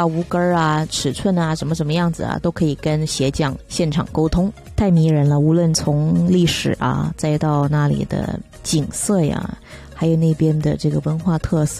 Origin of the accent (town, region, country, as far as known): China